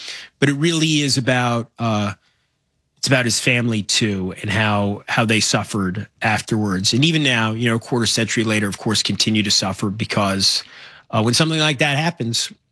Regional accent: New York, United States; And I'm just one of millions of people who kind of experienced it, not in a truly personal way, but as a New Yorker, as an American.

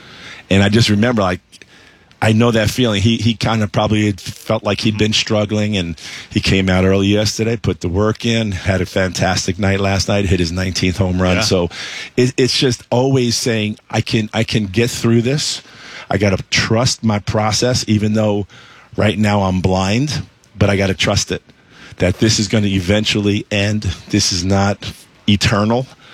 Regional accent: Queens, New York, United States; You know, for me growing up, I grew up in Queens. I had 7 brothers and sisters, so total of 8.

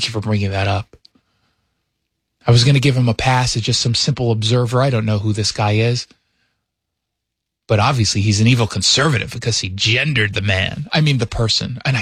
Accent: Edmonds, Washington, United States; born there; I was born here in Edmonds. I'm just having a tough time right now. I just have a tan. I'm not even Latino.

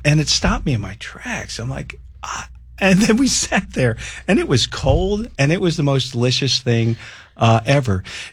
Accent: United States; And I got to tell you, as an American, I'm pretty proud that the city that these folks are seeing is this one.

